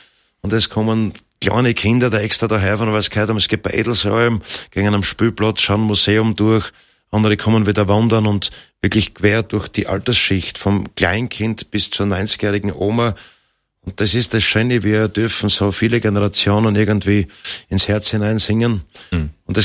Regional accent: Styria, Austria; Und wir kommen ja aus der Region rund um Bad Waltersdorf

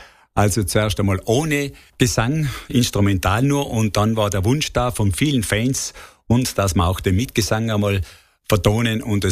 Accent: Haiming, Tyrol, Austria; wir kommen ursprünglich aus Haiming.

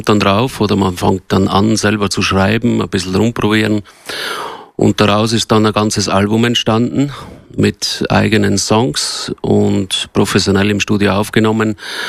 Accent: Ischgl, Tyrol, Austria; moved away as an adult; now in Buch in Tirol, Austria; ich bin Paznauner. Ich komme aus Ischgl, Maton. Bin mit der Familie aber letztes Jahr bereits ins Unterland gezogen, nach Buch in Tirol.

